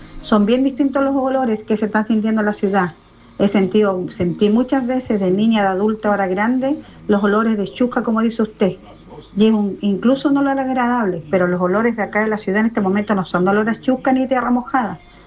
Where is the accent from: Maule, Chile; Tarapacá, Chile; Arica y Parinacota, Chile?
Tarapacá, Chile; Iquique; yo soy iquiqueña y soy nortina de toda la vida. Tengo 62 años y he viajado a muchos lados, la parte del interior y todo.